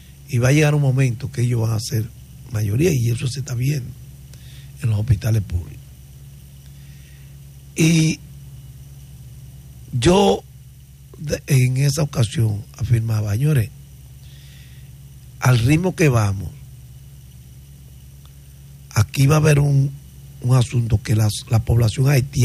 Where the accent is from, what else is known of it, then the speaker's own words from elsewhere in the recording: Dominican Republic; a mí, que somos dominicanos